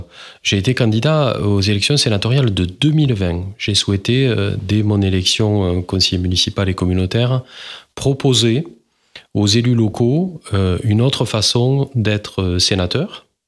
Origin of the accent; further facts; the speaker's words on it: Foix, Occitanie, France; born there; Je suis ingénieur de formation, je suis né à Foix. Et j'ai fait mes études à Toulouse